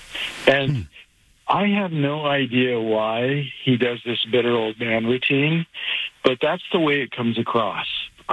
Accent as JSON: {"language": "English", "region": "Colorado", "country": "United States", "tie": "born or raised there", "said": "I was born in Colorado. I've lived in Lemmer County all my life. I've seen all the changes."}